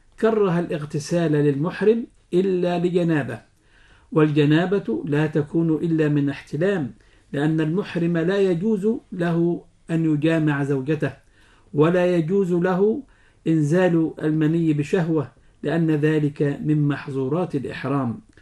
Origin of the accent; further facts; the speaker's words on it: Egypt; وهو ما يعرف عندنا في مصر بالكمر